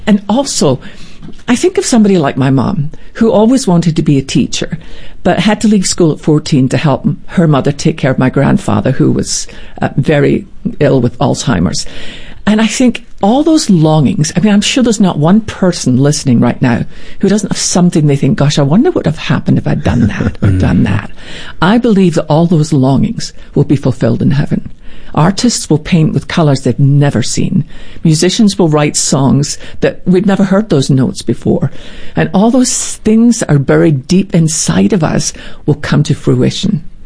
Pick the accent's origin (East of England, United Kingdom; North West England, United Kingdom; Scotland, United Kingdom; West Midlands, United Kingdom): Scotland, United Kingdom; born or raised there